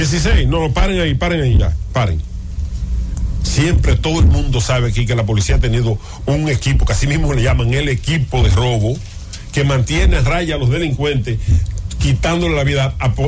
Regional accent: Dajabón, Dominican Republic; mi provincia natal, Dajabón

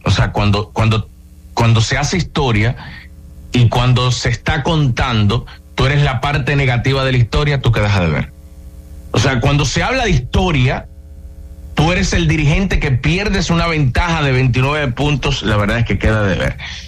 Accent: Dominican Republic; Primera vez en la historia que un dominicano participa en este tipo de eventos

